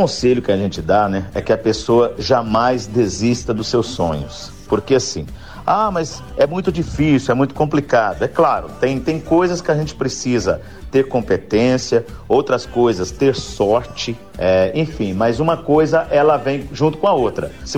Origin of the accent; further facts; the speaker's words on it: Minas Gerais, Brazil; Minas Gerais por minha causa, né? Que eu sou lá do interior de Minas Gerais.